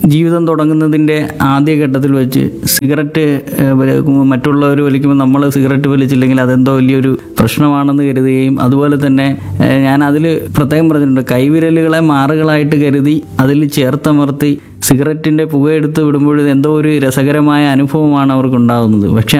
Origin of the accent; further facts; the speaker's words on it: Thamarakulam, Kerala, India; also born or lived in Tamil Nadu; now in Anchalumoodu, India; അമ്മയുടെ സ്ഥലം നാഗർകോവിലാണ്, ഞാൻ ജനിച്ചത് തമിഴ്നാട്ടിലാണ്. എങ്കിലും ഞാനിവിടെ കൊല്ലത്ത് താമരക്കുളം സ്വദേശിയാണ്. നിലവിൽ ഞാൻ താമസിക്കുന്നത് അഞ്ചാലുംമൂടാണ്.